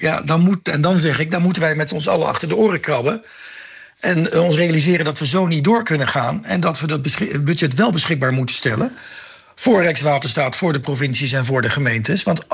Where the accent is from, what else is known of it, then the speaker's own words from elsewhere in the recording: Netherlands; Want wij als Nederlanders ons allemaal moeten realiseren dat we zo niet door kunnen gaan.